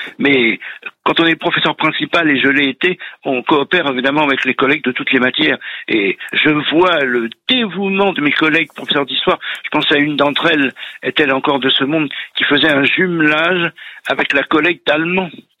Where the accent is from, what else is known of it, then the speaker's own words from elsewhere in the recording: Île-de-France, France; je suis originaire des Yvelines